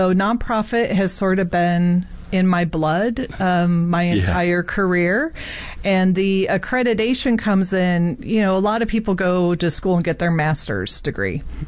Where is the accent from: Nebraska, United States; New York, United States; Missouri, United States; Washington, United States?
Nebraska, United States; Omaha; born there; also born or lived in Wisconsin / Iowa / Indiana / Illinois; now in San Antonio, United States; So we moved around a lot in the Midwest. So I was born in Omaha, but lived in Wisconsin, Iowa, Indiana, Illinois.